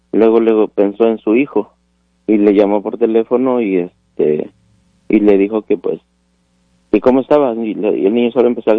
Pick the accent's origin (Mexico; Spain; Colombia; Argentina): Mexico; Santa María la Alta, Puebla; Santa María la Alta.